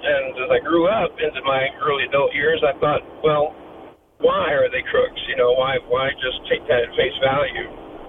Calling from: Tennessee, United States; I'm from Tennessee, which sparked my interest with all the redistricting involved. I'm currently driving through Arkansas, so if my cell phone cuts out, I apologize.

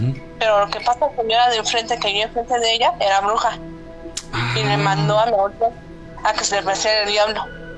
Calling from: Mexico City, Mexico; De aquí, de la Ciudad de México.

